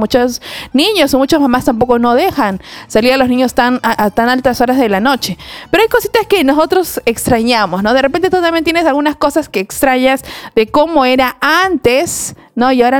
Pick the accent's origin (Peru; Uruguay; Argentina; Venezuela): Peru; Simbal, La Libertad; moved away; en mi pueblito donde crecí se llama Simbal, que está como a una hora de Trujillo.